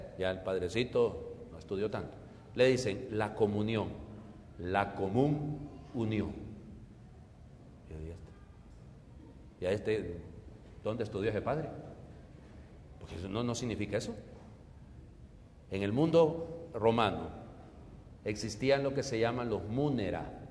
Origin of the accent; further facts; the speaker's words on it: Honduras; Pues yo soy hondureño.